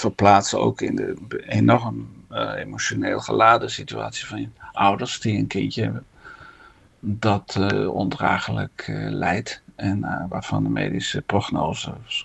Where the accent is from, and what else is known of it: Netherlands